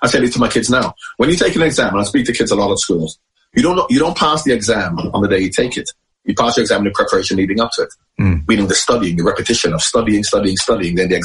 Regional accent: Jamaica; now in England; Growing up in Jamaica, playing football in Jamaica, the level I played, at 11 years old, I was playing for the under-15s. I was an attacking midfield player, always was. I've come to England.

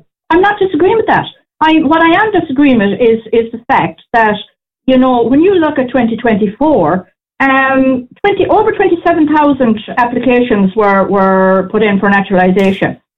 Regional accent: Ireland; I'm born, bred and reared Irish

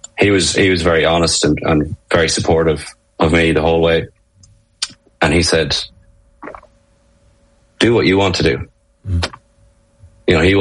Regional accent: Ireland; this is where I'm going to excel as an Irish guy. Irish guys will go over and the kicking's always a bit of a slagging

